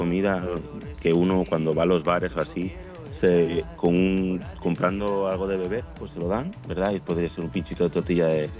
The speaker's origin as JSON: {"language": "Spanish", "country": "Spain", "tie": "born there", "said": "Donde yo nací es el pulpo, los mariscos, el churrasco."}